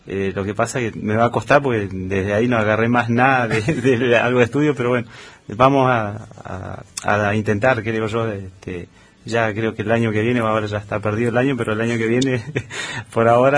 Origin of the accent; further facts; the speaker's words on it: Esquel, Chubut, Argentina; Nacido y criado acá en Esquel y bueno, de chico por ahí yendo a la zona del Alto Río Pérsico de vez en cuando, en vacaciones con mi papá, en la época de la leña y eso. Así que criado en el barrio Bellavista.